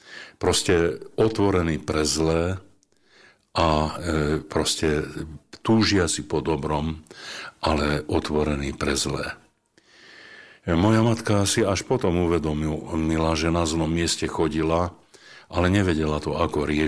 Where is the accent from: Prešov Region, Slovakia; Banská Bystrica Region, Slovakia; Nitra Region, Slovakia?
Nitra Region, Slovakia; Nesvady; z roľníckej rodiny, poľnohospodárskej. Pochádzam z Nesvad, okresu Komárno, niektorí tomu hovoria Dolňaky.